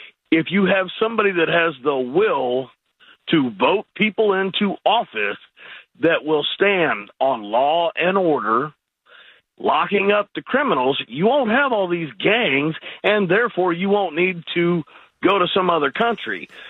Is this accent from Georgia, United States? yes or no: no; St. Louis, Missouri, United States; now in Raleigh, United States; I was raised in St. Louis. It's not the biggest city in the nation. And I still go there quite often.